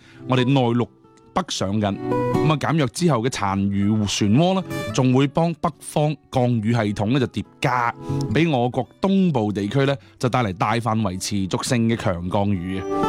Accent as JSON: {"language": "Cantonese", "region": "Guangdong", "country": "China"}